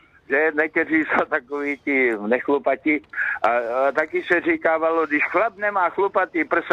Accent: Machová, Zlín Region, Czechia; now in Tlumačov, Czech Republic; z Tlumačova, rodák z Machové.

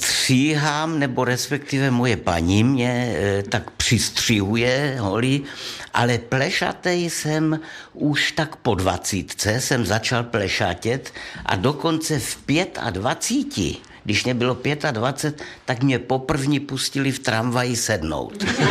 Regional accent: Brno, South Moravian Region, Czechia; moved away as an adult; now in Prague, Czechia; Protože já pocházím z Brna, že jo, strávil jsem tam 54 let života. Pak jsem se přestěhoval do Prahy

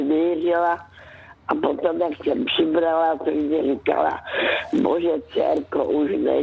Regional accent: Karolinka, Zlín Region, Czechia; já jsem dcerka z Valašska, kde se narodila v Karolince, kde je hrozně pěkné, aspoň mi se tam vždycky líbilo

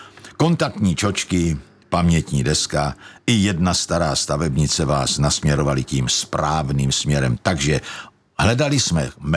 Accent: Staré Město, Zlín Region, Czechia; Přitom jsem ze Starého Města

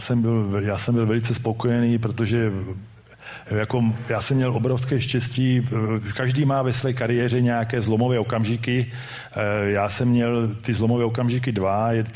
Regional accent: Uherské Hradiště, Zlín Region, Czechia; pocházím z Uherského Hradiště

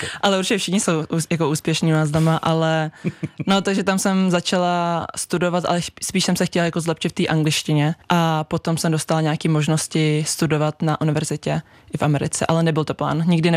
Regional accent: Prague, Czechia; Jsem z Prahy, takže v Praze

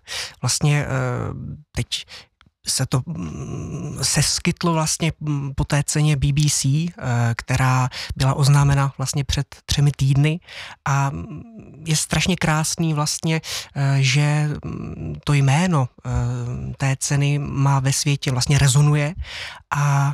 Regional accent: Kroměříž, Zlín Region, Czechia; also born or lived in Havlíčkův Brod / Stříbrná Skalice; potom nějakou krátkou dobu jsem žil s rodiči ve Stříbrné Skalici. No a tak nějak cesty se střetly potom v té Kroměříži, kde vlastně jsem od nějakých 3 let.

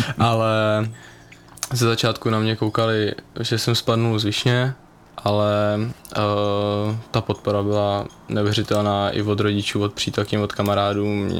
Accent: Chrudim, Pardubice Region, Czechia; Já jsem z Chrudimi.

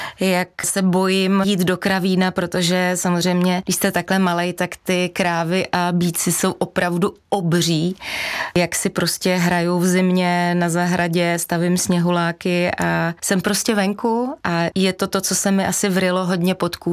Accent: Mělník, Central Bohemian Region, Czechia; also born or lived in Benešov / Myšlín; now in Podkrkonoší, Czechia; Narodila jsem se tam v porodnici, pak jsem žila 4 roky na statku v Myšlíně a pak jsem se přestěhovala do toho Mělníka zmíněného.

